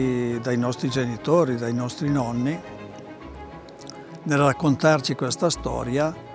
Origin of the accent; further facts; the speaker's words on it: Ghemme, Piedmont, Italy; born there; Io personalmente, come tutti i bambini che sono nati a Ghemme o comunque che si trovano a Ghemme in età infantile